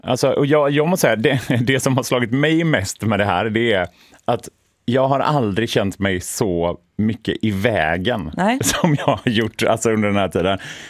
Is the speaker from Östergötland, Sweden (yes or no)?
no; Gothenburg, Västra Götaland County, Sweden; Vi är ju i min hemstad och det känns skönt på något sätt.